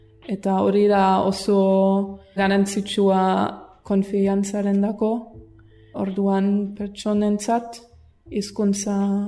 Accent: Germany; Basque is a second language; moved away as an adult; now in Tromsø, Norway; Alemaniakoa naiz, eta Tromsø izeneko irian, Ipar Norvegian, doktoratzea egiten ari naiz

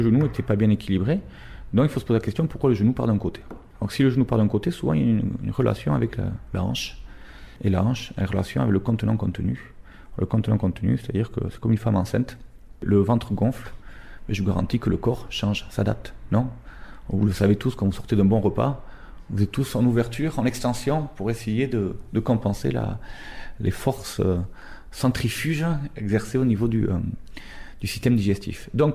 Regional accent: Bayonne, Nouvelle-Aquitaine, France; moved away as an adult; now in Bilbao, Spain; je suis de Bayonne, et je vis à Bilbao depuis 10 ans.

